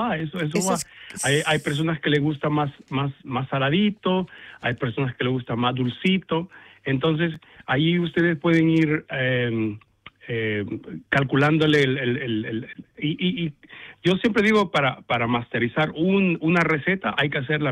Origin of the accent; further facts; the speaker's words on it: El Salvador; Sí, a mí los platillos de mi región, yo soy de El Salvador, y las pupusas son como el plato predilecto de los centroamericanos